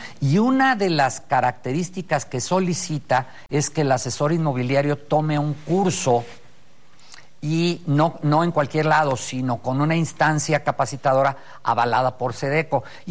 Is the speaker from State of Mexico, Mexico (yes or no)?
no; Mexico City, Mexico; moved away as an adult; now in Guadalajara, Mexico; Yo no nací aquí en México, pero pues prácticamente aquí fui criado, aquí estudié, aquí me casé, de aquí son mis hijos, y tengo casi 30 años viviendo en Guadalajara